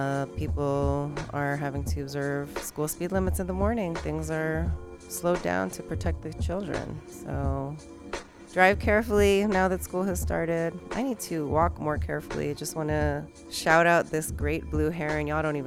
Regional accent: New York, United States; now in Austin, United States; I'm a New Yorker

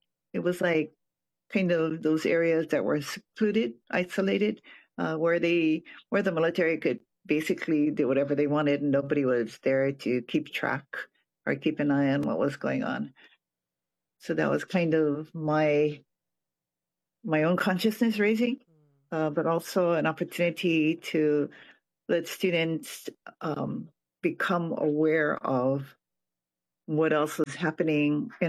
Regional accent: Honolulu, Hawaii, United States; also born or lived in Hilo; I was born in Hilo on Hawaii Island, which is like now considered, I think, more country.

